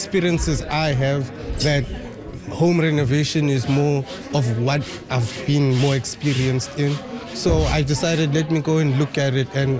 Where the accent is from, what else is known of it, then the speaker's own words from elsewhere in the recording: Johannesburg, Gauteng, South Africa; now in Canada; My country, I'm from South Africa, Johannesburg.